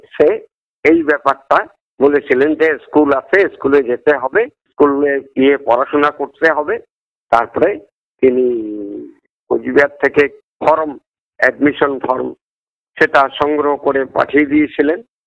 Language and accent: Bangla; Assam, India; first language Assamese; Bangla is a second language; মানে কি আমি ভাষা বুঝতে পারতাম না বাংলা, আমার মাতৃভাষা তো অ্যাসামিস, যার জন্য বাংলা ভাষা আমি বুঝতে পারিনি।